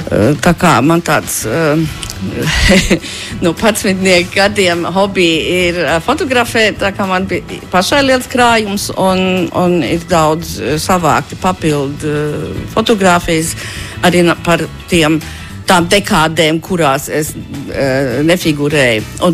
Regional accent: Germany; Latvian is a second language; moved away as an adult; also born or lived in Münster, Germany; now in Latvia; var teikt tā, ka daļai pārlatviskojos, bet tikai daļai, jo es sev uzskatu gan kā latvieta, gan kā vācieta. Es esmu hibrīds tādā ziņā, bet pārliecinātu.

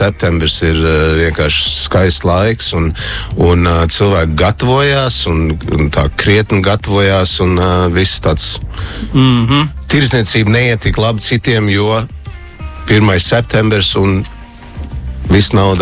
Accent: Toronto, Ontario, Canada; now in Latvia; Pirmajā klasē es biju Toronto

